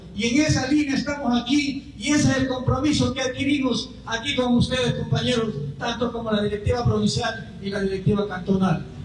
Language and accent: Spanish; La Troncal, Cañar, Ecuador